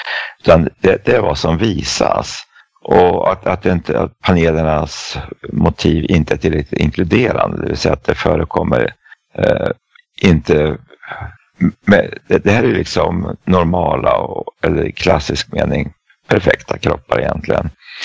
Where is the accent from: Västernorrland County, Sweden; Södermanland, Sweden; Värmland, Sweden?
Södermanland, Sweden; Eskilstuna; born or raised there